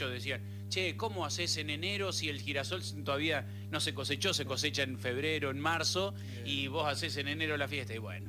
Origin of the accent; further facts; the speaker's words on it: Las Toscas, Argentina; born there; moved away; fui un día a mi pueblo, a Las Toscas